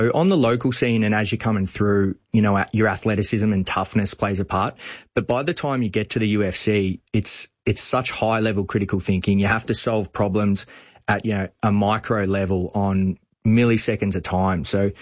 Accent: Bacchus Marsh, Victoria, Australia; Yeah, I'm from Bacchus Marsh, and kickboxing's obviously very big in the western suburbs.

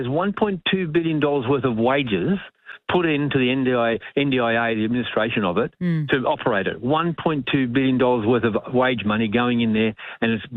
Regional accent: Australia; You know what? I'm Australian as they come.

